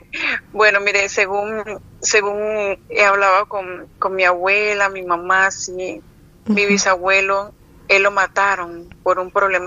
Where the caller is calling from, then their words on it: Panama City, Panamá, Panama; De Panamá, de Caledonia.